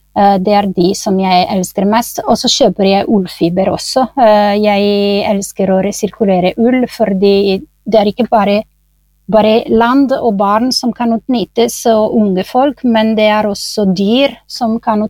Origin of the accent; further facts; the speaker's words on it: Italy; Norwegian is a second language; moved away as an adult; now in Norway; jeg kommer fra Italia